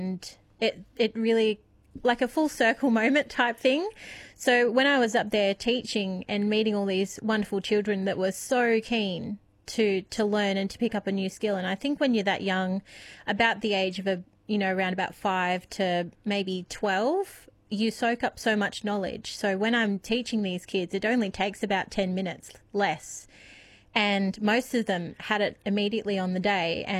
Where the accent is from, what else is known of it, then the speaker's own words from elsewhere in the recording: Bairnsdale, Victoria, Australia; I'm a girl from Bairnsdale, and, you know, the biggest thing is St. Mary's Church.